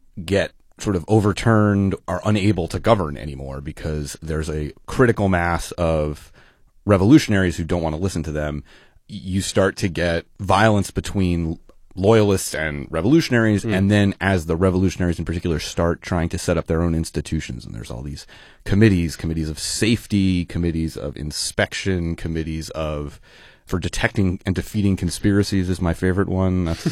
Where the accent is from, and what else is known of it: New York, United States